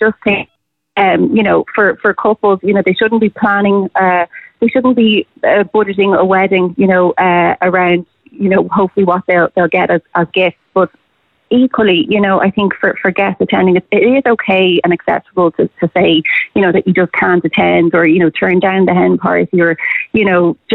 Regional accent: Ireland; I don't know if we'll get to a point as Irish people where we'll turn up to a wedding or any other event

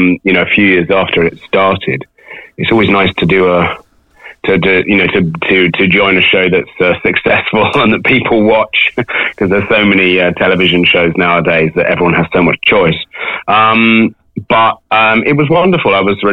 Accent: Sheffield, Yorkshire and the Humber, United Kingdom; born there; I'm talking to you at the moment from Leeds, which is not so far away from where I was born in Sheffield. It's always nice to be in Yorkshire.

